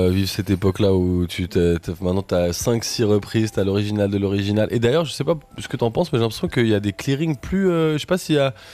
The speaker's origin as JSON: {"language": "French", "region": "Geneva", "country": "Switzerland", "said": "Et c'est pas parce qu'on est genevois"}